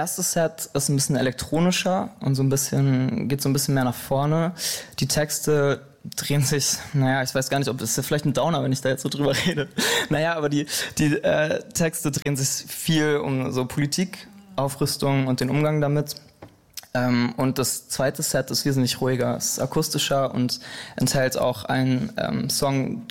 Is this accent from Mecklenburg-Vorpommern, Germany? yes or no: no; Soest, North Rhine-Westphalia, Germany; also born or lived in Lemgo / Ludwigsburg; now in Berlin, Germany